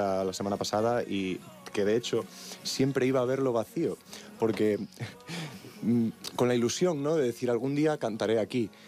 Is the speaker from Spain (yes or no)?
yes; Galicia, Spain; Y Galicia, pues es mi casa y mi lugar de descanso. Que además me costó bastante ser profeta en mi tierra.